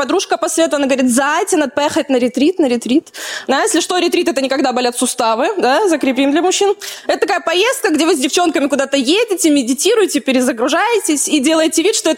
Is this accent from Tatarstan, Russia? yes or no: no; Rostov-on-Don, Rostov Oblast, Russia; у нас Ростов, знаете, такой город современный, но сильно брутальный